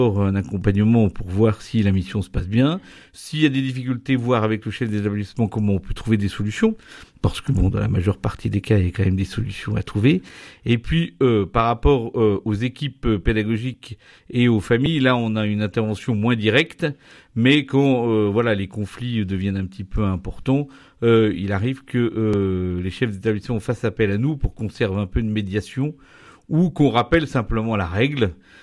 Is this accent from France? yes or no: yes; Bourgogne-Franche-Comté, France; now in Montréal-la-Cluse, France; Je suis originaire de Yonne.